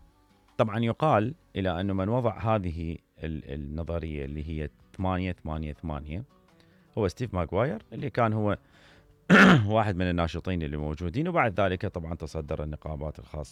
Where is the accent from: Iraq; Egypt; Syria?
Iraq; احنا نحتفل كعراقيين